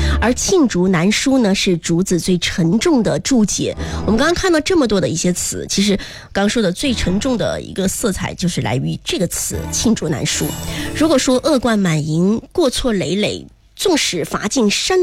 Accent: Yibin, Sichuan, China; 我的家乡四川啊，是四川的宜宾的蜀南竹海。

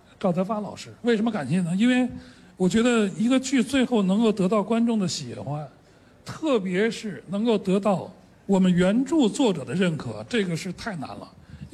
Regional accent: Beijing, China; accent: Beijing dialect; 按我们北京话

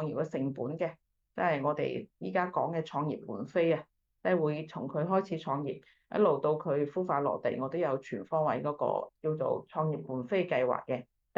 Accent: Foshan, Guangdong, China

